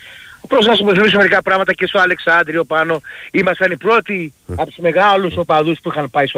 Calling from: Nea Erythraia, Attica, Greece; από Ερυθρέα.

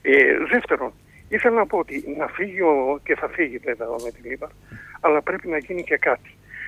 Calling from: Attica, Greece; από τα Βόρεια Προάστια

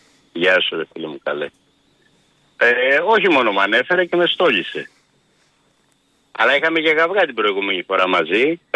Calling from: Greece; Η εθνικότητά μου είναι πληρωμένη με αίμα. Και είμαι Έλληνας.

